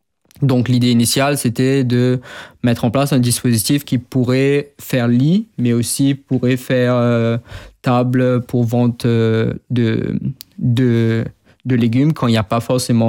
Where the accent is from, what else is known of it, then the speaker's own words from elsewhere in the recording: Mauritius; born there; on se retrouve en fin 2023 à Maurice parce que moi j'ai envie de travailler dans mon pays natal.